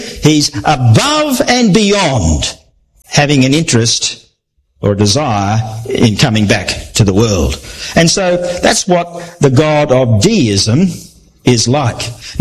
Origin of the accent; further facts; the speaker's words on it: Australia; I'm Australian